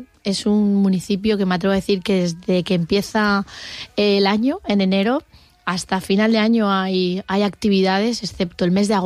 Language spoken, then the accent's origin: Spanish; Chirivella, Valencian Community, Spain; creo que como chiribellera no puedo dejar de poner en valor esto